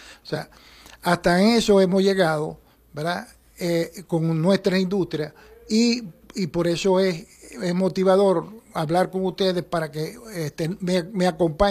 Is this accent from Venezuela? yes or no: yes; Venezuela; con orgullo como venezolano, con orgullo como productor, con orgullo como profesional de la medicina veterinaria